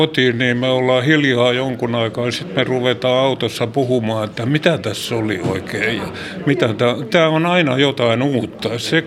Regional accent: Helsinki, Uusimaa, Finland; Mä oon syntynyt täällä Töölössä ja viettänyt lapsetta ja nuoruuttani.

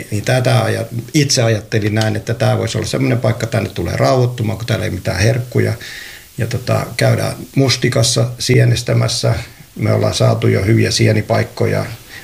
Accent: Varkaus, North Savo, Finland; now in Lahti, Finland; kun mä oon itse Savosta kotosin ja että nyt vähän päästään lähemmäksi, kun asutaan Lahdessa, niin päästään vähän lähemmäksi Savoa taas sitten, että Varkaudesta kotosin.

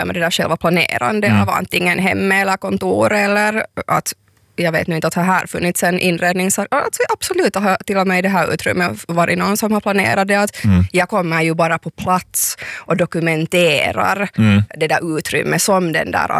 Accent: Helsinki, Uusimaa, Finland; Nej, alltså jag är ju från Helsingfors

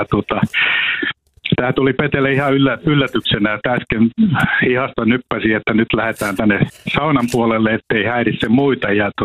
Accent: Mikkeli, South Savo, Finland; Mikkelistä, kun olen kotoisin

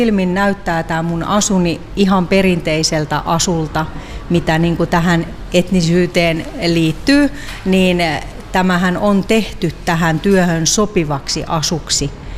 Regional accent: Pirkanmaa, Finland; born there; moved away; sinne Pirkanmaalle, koska se on se mun kotipaikka ollut aiemmin

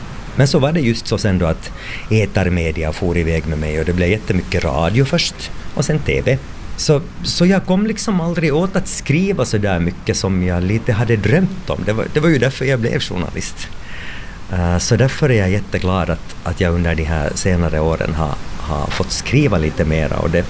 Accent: Hanko, Uusimaa, Finland; Jag är ju född och uppvuxen i Hange.

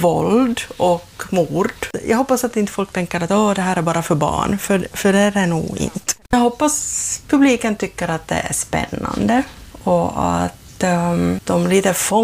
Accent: Kaskö, Ostrobothnia, Finland

